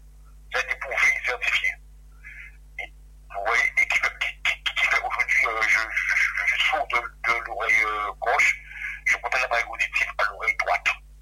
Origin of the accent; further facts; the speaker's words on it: Guadeloupe, France; moi je suis guadeloupéen et j'ai le mental.